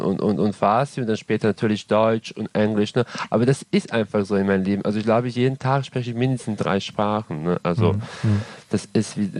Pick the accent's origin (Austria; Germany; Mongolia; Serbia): Serbia; German is a second language